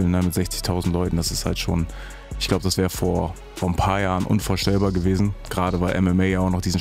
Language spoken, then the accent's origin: German; Bremen, Germany; gerade als Bremer